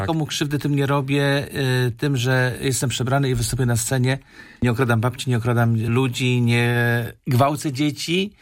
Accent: Szczecin, West Pomeranian Voivodeship, Poland; moved away as an adult; now in Berlin, Germany

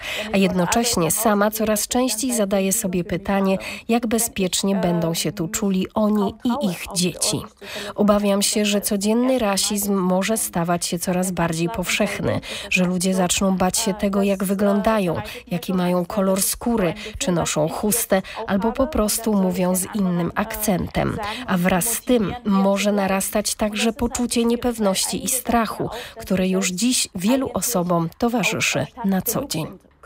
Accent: Georgia; Polish is a second language; moved away; Sama pochodzę z Gruzji. Każdego dnia rozmawiam przez telefon z mamą.

